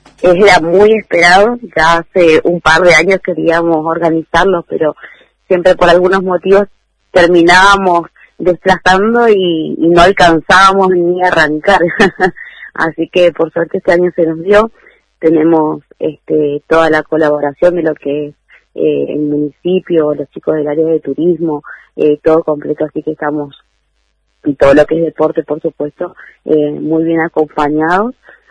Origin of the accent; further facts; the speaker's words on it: Corrientes, Argentina; now in Río Mayo, Argentina; Corrientes, que es de mi provincia